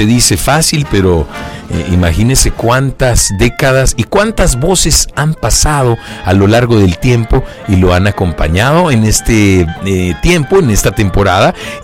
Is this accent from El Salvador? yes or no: yes; El Salvador; en donde habitamos un poquito más de 6 millones de salvadoreños.